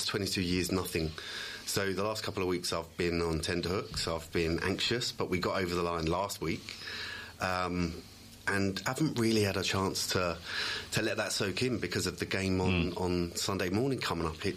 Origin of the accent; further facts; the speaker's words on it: Islington, London, United Kingdom; moved away as an adult; I'm from Islington, so where Arsenal is, that's where I grew up. I was born and raised in Islington.